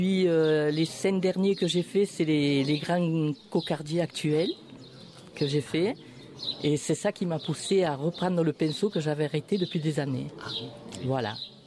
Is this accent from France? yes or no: yes; Vauvert, Occitanie, France; born there; Oui, je suis de Vauvert. Je suis né à Vauvert.